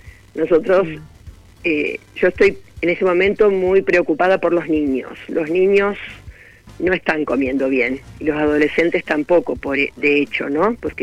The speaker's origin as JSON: {"language": "Spanish", "country": "Argentina", "said": "¿qué somos los argentinos?"}